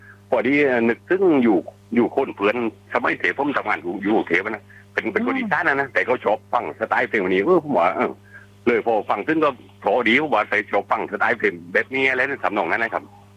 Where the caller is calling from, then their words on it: Krabi, Thailand; อยู่อำเภอกระทุ่มจังหวัดกระบี่ครับ